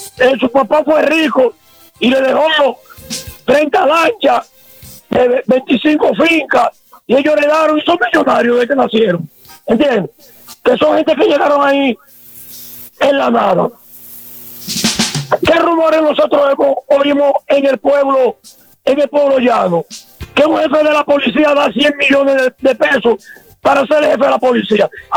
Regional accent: Baní, Peravia, Dominican Republic; nosotros aquí, llanamente aquí en el pueblo, que somos de aquí de Baní

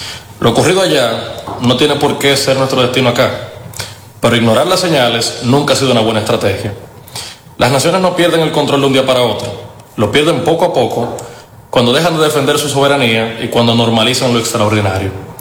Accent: Dominican Republic

